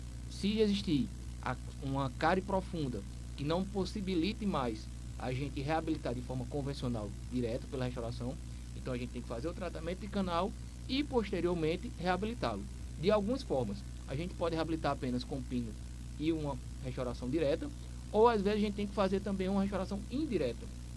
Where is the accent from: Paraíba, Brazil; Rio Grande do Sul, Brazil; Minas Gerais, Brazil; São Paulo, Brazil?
Paraíba, Brazil; Sousa; now in Toritama, Brazil; sou da cidade de Souza, cidade do Dinossauro.